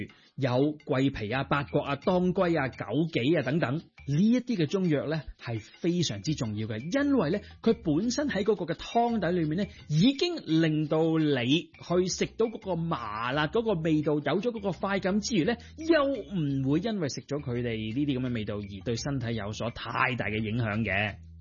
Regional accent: Hong Kong; 我哋香港人啦，或者廣東人啦，

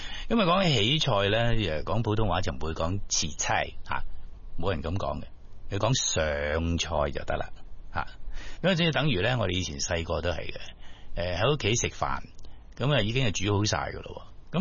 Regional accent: Guangdong, China; 咁我哋广东人咧就讲，唉，真系发毛。

